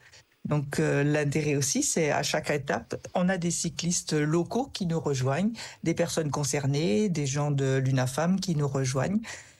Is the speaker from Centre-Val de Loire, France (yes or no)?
yes; Tours, Centre-Val de Loire, France